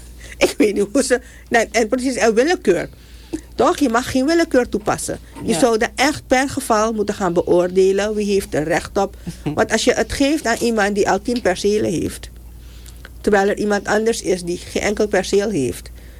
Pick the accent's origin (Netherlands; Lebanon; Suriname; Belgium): Suriname; Ik had ook altijd zoiets van, weet je, ik ben een Surinaamse burger. Ik heb in Suriname gestudeerd.